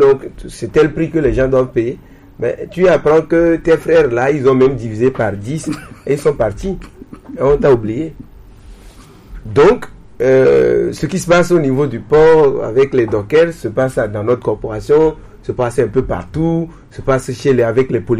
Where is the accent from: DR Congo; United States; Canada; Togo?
Togo; Les Togolais ne sont pas solidaires. Nous, Togolais, nous ne sommes pas vraiment solidaires.